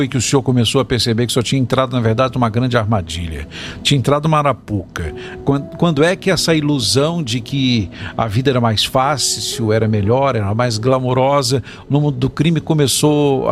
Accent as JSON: {"language": "Portuguese", "region": "Minas Gerais", "country": "Brazil", "said": "Talvez fica muito difícil para nós que somos de Minas entender um pouquinho a realidade do Rio de Janeiro."}